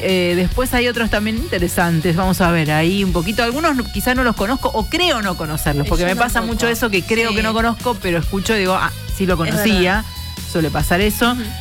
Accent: Spain; muy español.

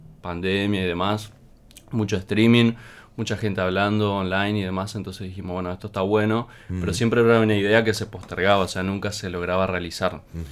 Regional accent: Leandro N. Alem, Misiones, Argentina; Misiones, soy de Misiones.

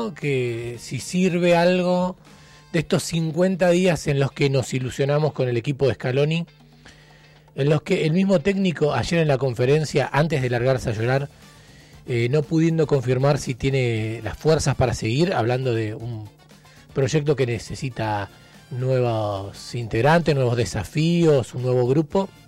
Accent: Argentina; a nosotros como argentinos

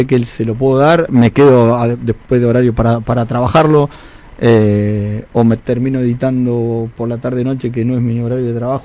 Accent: Buenos Aires Province, Argentina; soy de Zona Sur.

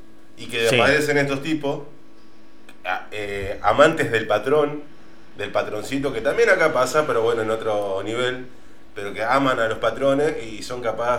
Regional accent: Argentina; Estamos hablando de nosotros como sociedad argentina.

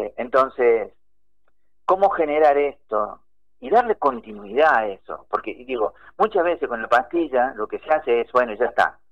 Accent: Córdoba, Argentina; accent: cordobés; yo soy cordobés, ¿no? Lo voy a decir en cordobés

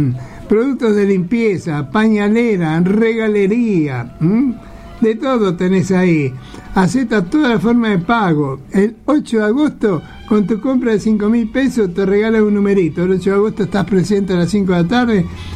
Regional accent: Argentina; No sé por qué los argentinos están así ahora. Antes no éramos así.

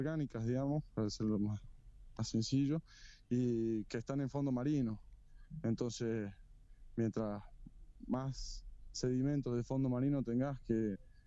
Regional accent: Argentina; Yo quiero trabajar en mi país, lo que quiero, no me quiero ir a buscar al extranjero, un trabajo

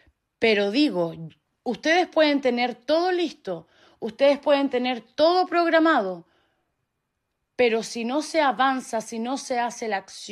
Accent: Chile; yo soy chilena

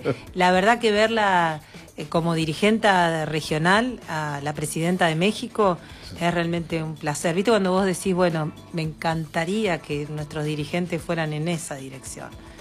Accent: Argentina; por algo somos Argentina

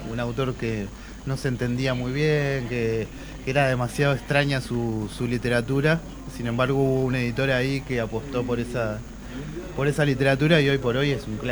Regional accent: Montevideo, Uruguay; born there; Soy nacido en Montevideo

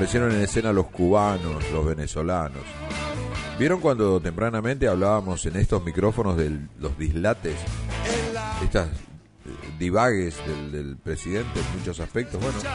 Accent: Argentina

